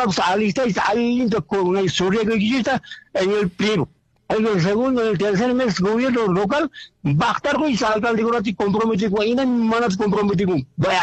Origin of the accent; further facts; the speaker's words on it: Putina, Puno, Peru; moved away; also born or lived in Arequipa; habré estado años en Arequipa, pero siento más Putina. Y en Juliaca no voto yo, yo voto en Putina. Yo tengo que ir a votar a Putina, mi pueblo querido